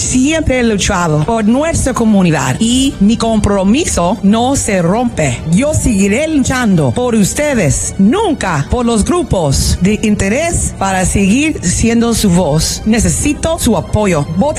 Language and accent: Spanish; United States; Como latina, nacida y criada aquí mismo en el Southside, soy una hija de esta comunidad.